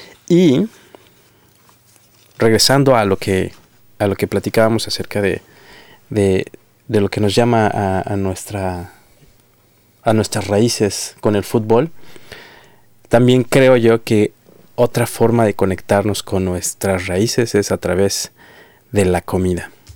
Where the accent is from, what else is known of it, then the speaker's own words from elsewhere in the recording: Mexico; now in Australia; esa esencia que tenemos como mexicanos al estar aquí en Australia?